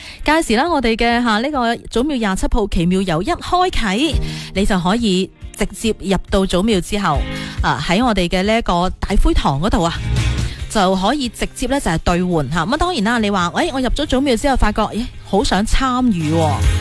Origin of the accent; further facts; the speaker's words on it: Foshan, Guangdong, China; 身为佛山人